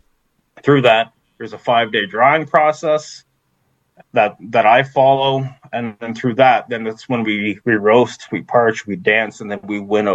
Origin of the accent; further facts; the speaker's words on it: Alderville, Ontario, Canada; I mean, growing up in Alderville, my aunts and my uncles and my extended family, they were always harvesting wild rice, right?